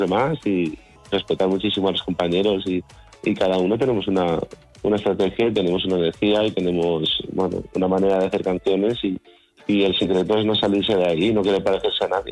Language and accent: Spanish; Valencia, Valencian Community, Spain; nosotros somos de Valencia